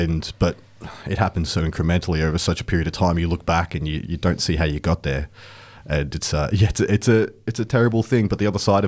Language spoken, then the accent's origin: English; Werribee, Victoria, Australia; moved away as an adult; now in Ballarat, Australia; I grew up in Werribee in the western suburbs of Melbourne.